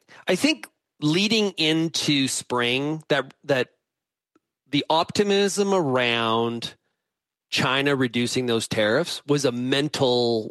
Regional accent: Canada; growing up in the Palliser Triangle, where that's just kind of how it is.

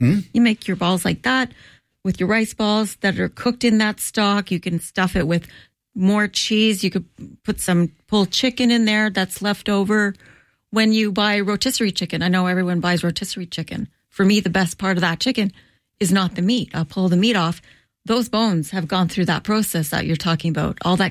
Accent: northern Italy, Italy; moved away; I grew up in Northern Italy.

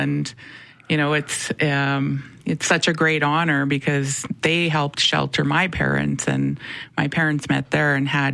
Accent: Winnipeg, Manitoba, Canada; Born and raised in the north end of Winnipeg.

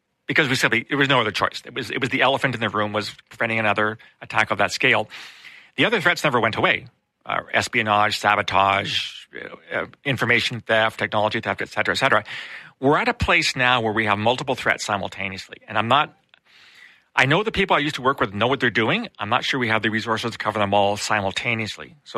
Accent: Canada; being Canadian

